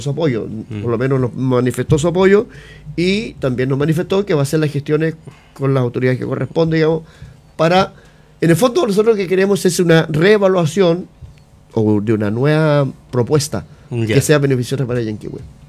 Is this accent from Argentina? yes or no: no; Osorno, Los Lagos, Chile; now in Llanquihue, Chile; Bueno, mira, yo nací en Osorno, soy osornino.